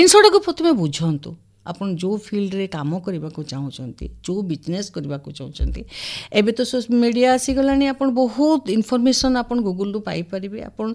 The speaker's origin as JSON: {"language": "Odia", "town": "Sambalpur", "region": "Odisha", "country": "India", "tie": "born or raised there", "said": "ମୋ ବାପା ମା ତ ବର୍ତ୍ତମାନ ନାହାନ୍ତି, ଆଉ ମୁଁ ସମ୍ବଲପୁରର ଝିଅ, ବରଗଡ଼ର ବୋହୁ।"}